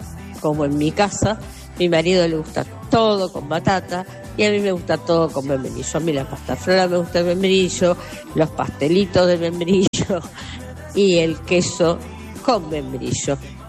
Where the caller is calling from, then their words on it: Olivos, Buenos Aires Province, Argentina; de Olivos